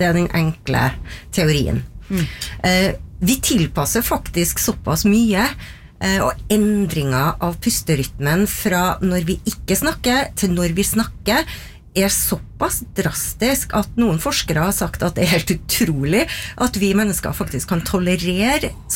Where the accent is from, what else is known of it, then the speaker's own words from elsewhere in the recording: Trøndelag, Norway; accent: Trøndelag dialect; for eksempel at trønderdialekten styrer pustemønstret vårt på, har noe å gjøre med hvordan jeg er som trønder.